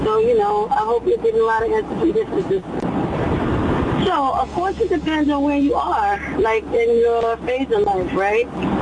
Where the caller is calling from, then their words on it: Richmond, United States; I'm calling from Richmond.